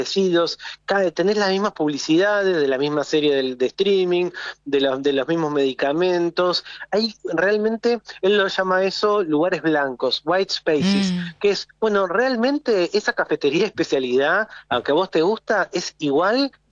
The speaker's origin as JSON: {"language": "Spanish", "town": "Campana", "region": "Buenos Aires Province", "country": "Argentina", "said": "Yo pensaba, yo nací en 1980, mi cuarto adolescente, soy de provincia de Buenos Aires, ciudad de Campana, el cuarto de mi casa era, lo compartía con mi hermano"}